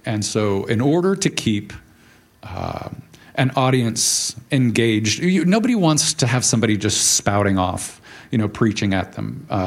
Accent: California, United States; just came back yesterday from California, Southern California, where I grew up, and I was there at my hometown attending the opening of a time capsule

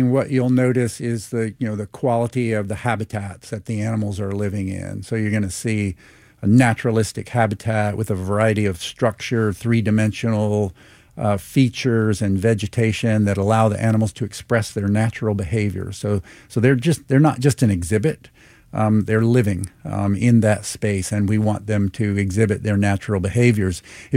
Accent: Atlanta, Georgia, United States; I grew up in Atlanta, Georgia. As a child, with my four brothers, we spent many days at what was then called the Grant Park Zoo in Atlanta.

